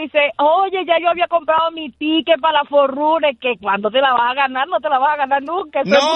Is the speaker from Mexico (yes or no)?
no; Venezuela; Sí, de Venezuela, no sé si estás al tanto que ahí les metieron el ojo a un poco de riferos en Venezuela